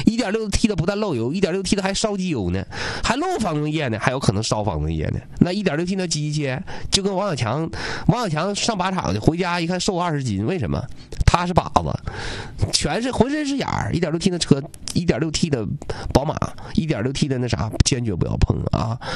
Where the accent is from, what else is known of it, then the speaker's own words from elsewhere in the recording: Changchun, Jilin, China; 我作为长春人